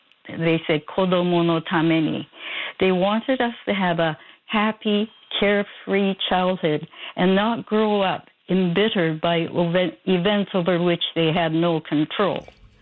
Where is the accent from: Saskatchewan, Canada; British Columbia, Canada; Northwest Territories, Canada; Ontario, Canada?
British Columbia, Canada; Prince Rupert; born there; also born or lived in Steveston; Lo and behold, I arrived prematurely, and that's why I was born in Prince Rupert.